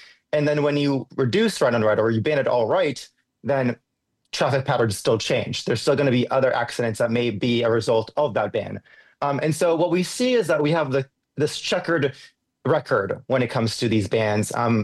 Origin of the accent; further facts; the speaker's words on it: Israel; now in Washington, D.C., United States; I'm originally from Israel, but these days I reside in Washington, D.C., where I attend Georgetown University to study political theory and democracy.